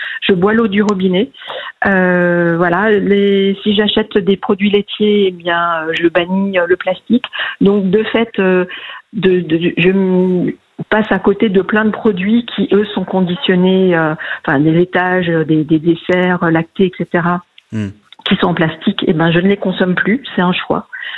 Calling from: Colmar, Grand Est, France; Je suis à Colmar.

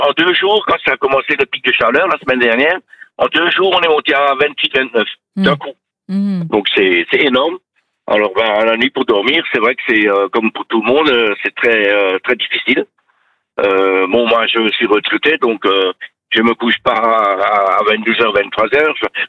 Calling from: Eckbolsheim, Grand Est, France; je vous appelle du Barin à Eckbolsheim, à côté de Strasbourg.

